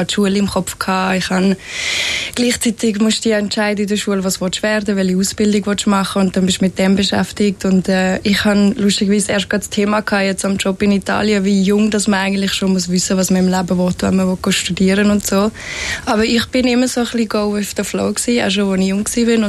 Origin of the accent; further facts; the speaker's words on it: Fislisbach, Aargau, Switzerland; Und bin dann, glaube ich, 3 Wochen später in der Schweiz, in meinem Dörfli in Fieslisbach, wo ich aufgewachsen bin